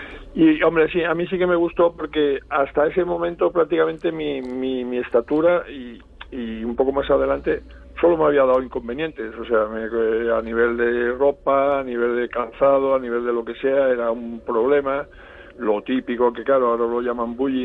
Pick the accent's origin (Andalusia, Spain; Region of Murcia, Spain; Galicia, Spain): Andalusia, Spain; Carmona; born there; yo empecé un poco allí en Carmona, pues a los 13 años